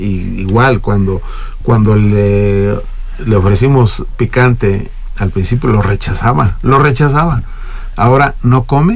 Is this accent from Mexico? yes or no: yes; Mexico; somos muy mexicanos